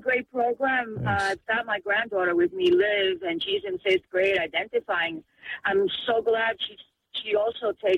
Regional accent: New York City, New York, United States; I share my experience when I was growing up in New York in St. Paul the Apostle School, right down the corner from the Lincoln Center.

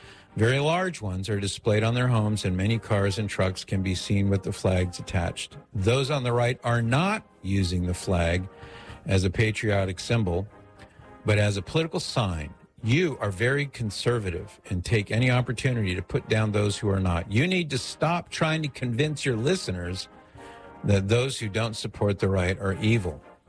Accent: New York, United States; I'm from New York, and on my block alone, several families, Democrats, fly the American flag.

